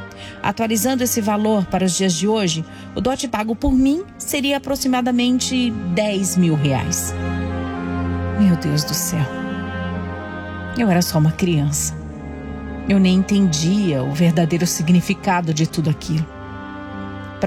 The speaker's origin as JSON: {"language": "Portuguese", "country": "Mozambique", "tie": "born there", "said": "Eu nasci em Moçambique, um país muito diferente do Brasil em muitos aspectos"}